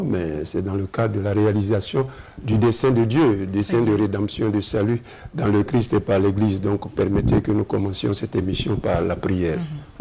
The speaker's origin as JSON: {"language": "French", "town": "Guitry", "region": "Lôh-Djiboua", "country": "Côte d’Ivoire", "tie": "born or raised there", "moved": "yes", "lives_now": "Abidjan, Côte d'Ivoire", "said": "je suis originaire de la région du Lodibois, voilà, qui a comme grande ville d'Ivo, pour situer ceux qui ne connaîtraient pas la Côte d'Ivoire ou la région. Voilà, et je suis précisément donc de la préfecture et de la sous-préfecture de Guitry."}